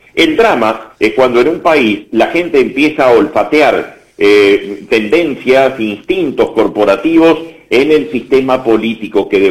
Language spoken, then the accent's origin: Spanish; Fray Bentos, Río Negro, Uruguay; en Fraiventos, en mi pueblo, en mi ciudad